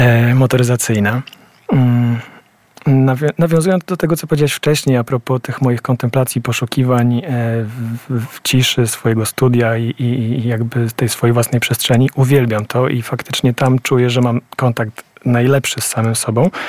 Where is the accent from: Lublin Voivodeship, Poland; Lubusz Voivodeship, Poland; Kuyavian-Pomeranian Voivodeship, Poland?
Kuyavian-Pomeranian Voivodeship, Poland; Lubiewo; moved away as an adult; also born or lived in Tuchola / Bydgoszcz; now in Warsaw, Poland; Urodziłem się w Tucholi. Pierwsze kilkanaście lat swojego życia spędziłem w takiej małej miejscowości nieopodal, Lubiewie.